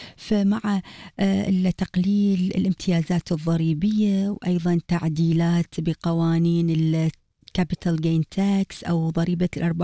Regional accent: Iraq; now in Australia; إحنا لما كنا صغار بالعراق

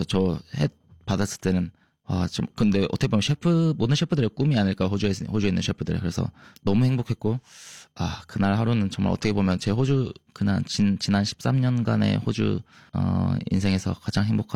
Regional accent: South Korea; 근데 하지만 저는 한국에서 자라왔기 때문에 그런 맛 경험들이 다 제 기억 속에 있기 때문에

